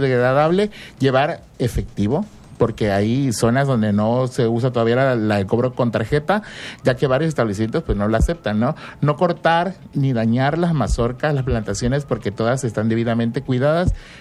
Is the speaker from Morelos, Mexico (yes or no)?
no; Tabasco, Mexico; los que somos de Tabasco conocemos el cacao